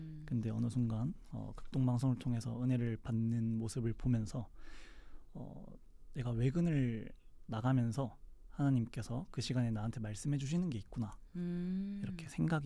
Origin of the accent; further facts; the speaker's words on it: Daegu, South Korea; born there; 저는 대구에서 태어나서 네, 대구 교회에 다녔습니다.